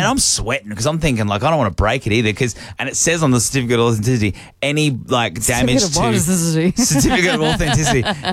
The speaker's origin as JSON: {"language": "English", "country": "Australia", "said": "Yeah, but I'm Australian, so he's"}